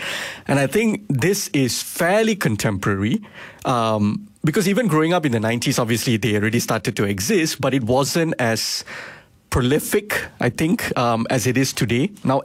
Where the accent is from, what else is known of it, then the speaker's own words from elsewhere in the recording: Malaysia; especially as an Indian person in this country.